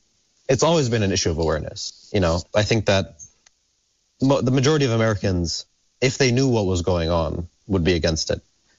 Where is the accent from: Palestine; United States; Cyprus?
Palestine; moved away; I grew up in Palestine